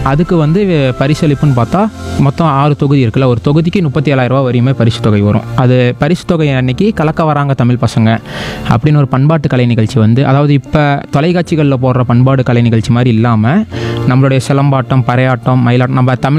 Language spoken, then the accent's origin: Tamil; Salem, Tamil Nadu, India; now in Hosur, India; நான் சேலம் தான், ஆனால் கல்லூரி வந்து நாமக்கல்ல இருக்க எக்ஸல் பொறியியல் கல்லூரியில படித்தேன். இப்போ படிச்சுட்டு இப்போ ஒசூர்ல வந்து ஒரு எலக்ட்ரானிக்ஸ் கம்பெனியில ஒர்க்கில் இருக்கேன் நான்.